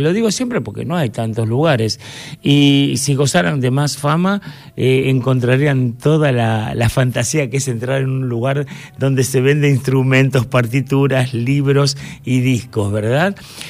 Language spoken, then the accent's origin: Spanish; Avellaneda, Buenos Aires Province, Argentina; Bueno, es de Avellaneda, yo soy de Avellaneda, la amamos, hay un montón de murales